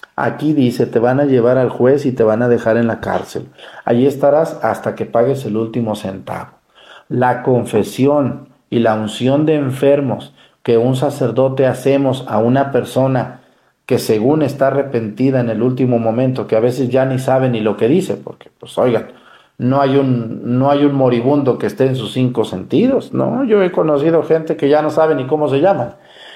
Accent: Mexticacán, Jalisco, Mexico; born there; moved away; Yo hablo de mi pueblo, de Mexicacán.

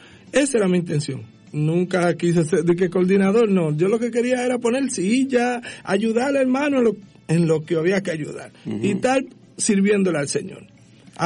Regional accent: Dominican Republic; moved away; Siempre hemos sido católicos, pero católicos que lo hemos vivido. Entonces, yo vengo desde Santo Domingo.

